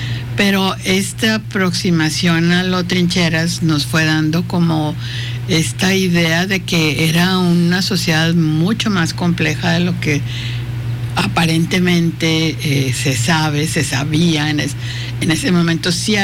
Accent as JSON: {"language": "Spanish", "region": "Baja California Sur", "country": "Mexico", "tie": "born there", "moved": "as an adult", "lives_now": "Sonora, Mexico", "said": "como soy nacida en Baja California"}